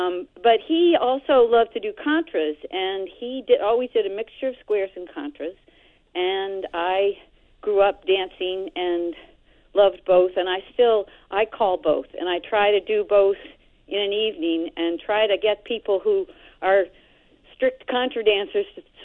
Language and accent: English; Vermont, United States; I'm a caller from Southern Vermont. I live in West Townsend. I grew up in this area.